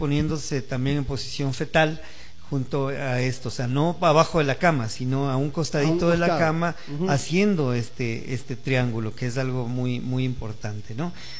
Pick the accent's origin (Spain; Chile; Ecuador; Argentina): Ecuador; Así somos los ecuatorianos.